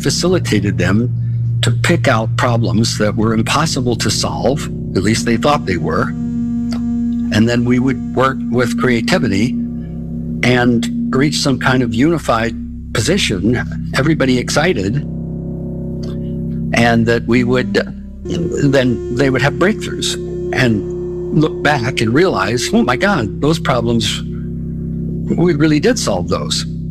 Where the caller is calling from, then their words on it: Port Townsend, Washington, United States; And I'm calling from Port Townsend, Washington.